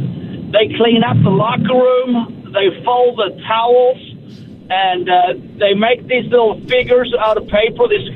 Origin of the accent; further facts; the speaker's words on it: Sweden; moved away as an adult; now in Brentwood; Yeah, I'm a tennis down here in Brentwood, and I've been here for like 35 years, but I'm originally from Sweden.